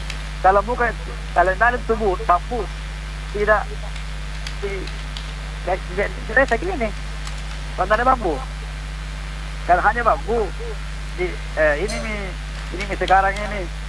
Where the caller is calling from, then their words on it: Makassar, South Sulawesi, Indonesia; saya Makassar ini